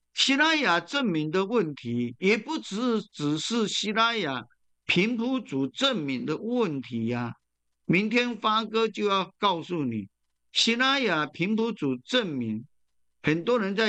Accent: Taiwan; 这是我们台湾人的祖先的文化

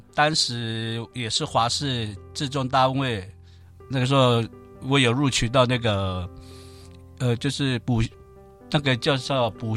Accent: Pingtung County, Taiwan; 非常欢迎你们来我的故乡，非常漂亮的牡丹乡

